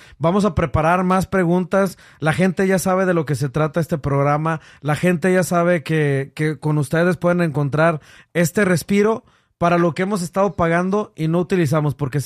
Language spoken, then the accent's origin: Spanish; Antioquia, Colombia; soy paisa.